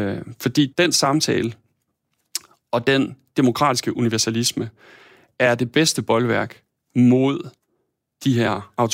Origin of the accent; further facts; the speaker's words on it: North Denmark Region, Denmark; Jeg kommer fra Thy oprindeligt, og har jo stadig min familie deroppe og kommer jævnligt derud eller derop eller derhen.